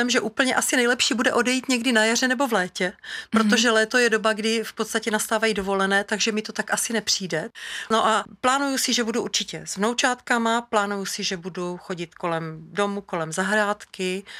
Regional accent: Uherské Hradiště, Zlín Region, Czechia; A když řekneme, že jsme z Uherského Hradiště, tak každý ví.

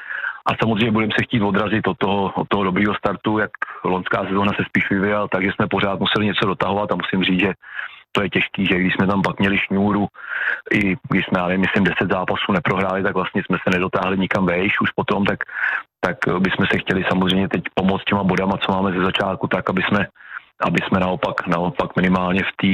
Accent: Prague, Czechia; když jsem byl, řeknu, malý, tak jsem původem z Prahy, tak jsem na Spartu s tátou chodil často

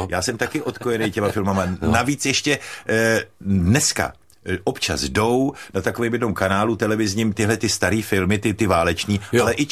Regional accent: Ivanovice na Hané, South Moravian Region, Czechia; Kousek dál, v Ivanovicích dáne. Oba dva jsme Hanáci

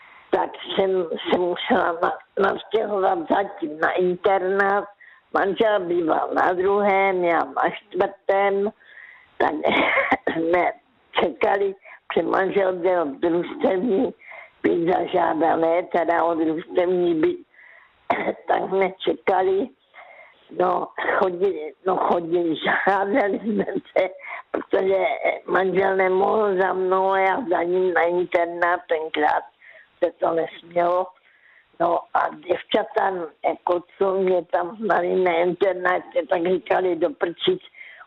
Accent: Karolinka, Zlín Region, Czechia; now in Zlín, Czechia; já pocházím z Karolínky, tak tam jsem pracovala v kartonáži ve sklárně

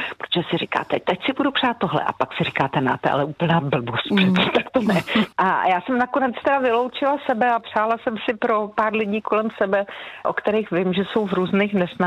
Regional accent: Hradec Králové, Hradec Králové Region, Czechia; born there

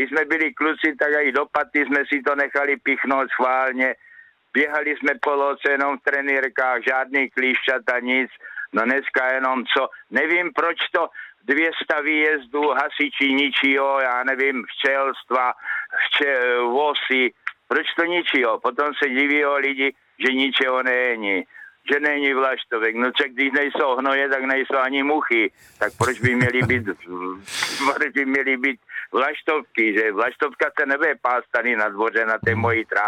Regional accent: Machová, Zlín Region, Czechia; now in Tlumačov, Czech Republic; Rodák z Machové.

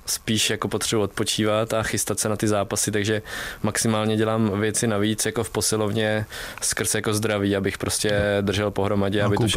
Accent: Vysočina Region, Czechia

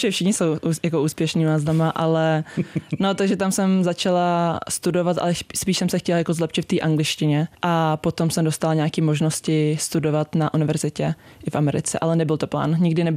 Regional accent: Prague, Czechia; Jsem z Prahy

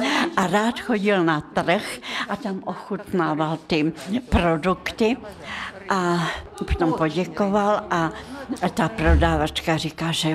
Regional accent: Slovakia; now in Czech Republic; jsem já ze Slovenska.

